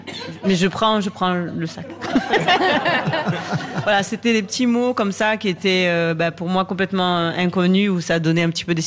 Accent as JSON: {"language": "French", "town": "Avignon", "region": "Provence-Alpes-Côte d'Azur", "country": "France", "said": "Bon, moi, je viens d'Avignon, je suis française, et un cornet, pour nous, c'est la glace, un cornet."}